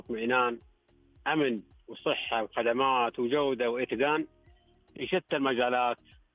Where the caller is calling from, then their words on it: Taif, Makkah Province, Saudi Arabia; انا اكلمك من الطائف.